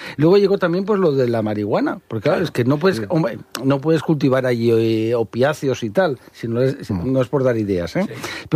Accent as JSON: {"language": "Spanish", "town": "Barcelona", "region": "Catalonia", "country": "Spain", "tie": "born or raised there", "moved": "as an adult", "lives_now": "Madrid, Spain", "said": "yo hace 18 años que vivo en Madrid totalmente, ¿no? Y yo nací al lado de la Sagrada Familia. De hecho, tengo el piso donde nací, me lo quedé, y desde la parte de atrás yo veo la Sagrada Familia. Y he vivido allí"}